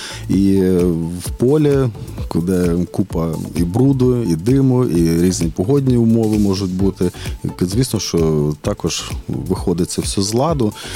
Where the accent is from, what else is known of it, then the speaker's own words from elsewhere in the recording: Ivano-Frankivsk, Ivano-Frankivsk Oblast, Ukraine; Я теж з Франківська.